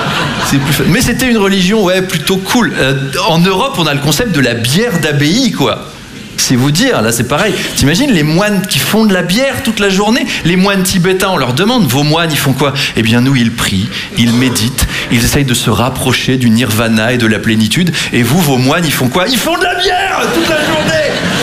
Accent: Versailles, Île-de-France, France; Moi, j'ai grandi à Versailles, hein. Très très catholique comme environnement

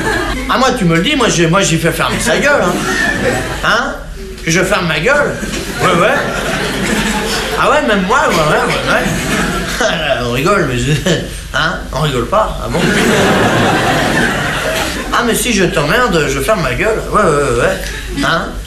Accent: France; Les Français, c'est des cons, ouais, ben je suis bien placé, hein, je suis français.

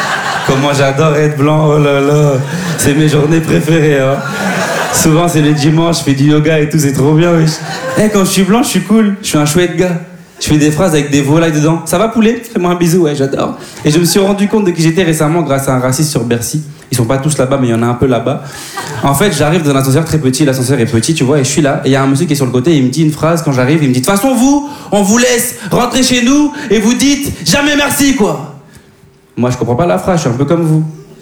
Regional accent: Bordeaux, Nouvelle-Aquitaine, France; now in Paris, France

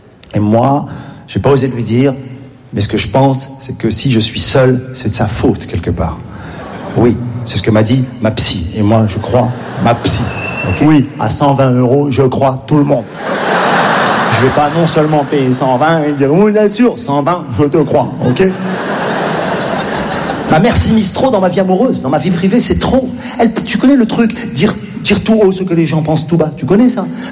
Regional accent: Morocco

